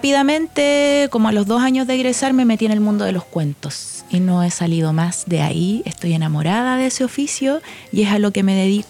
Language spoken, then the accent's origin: Spanish; San Bernardo, Santiago Metropolitan Region, Chile; moved away as an adult; Crecí en San Bernardo, en el Nocedal 3. Llegué muy chiquitita y me fui después de que egresé de la U.